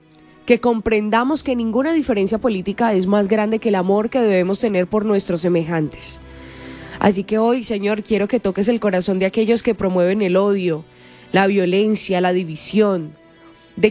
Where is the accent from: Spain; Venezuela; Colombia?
Colombia